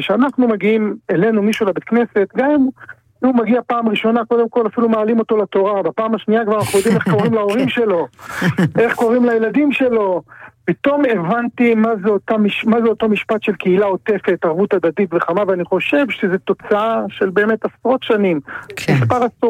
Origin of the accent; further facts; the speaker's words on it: Kiryat Shmona, Northern District, Israel; גדלתי בקריית שמונה